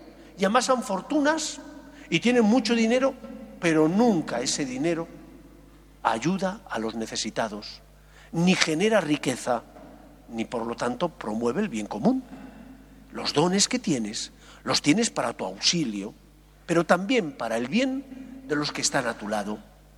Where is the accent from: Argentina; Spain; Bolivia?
Spain; Alicante, Valencian Community; now in Madrid, Spain; Yo soy un extranjero en esta tierra, porque soy de otro lugar, soy de Alicante. Y sin embargo, llevo más tiempo viviendo aquí que en Alicante, con lo cual ya me siento madrileño de adopción.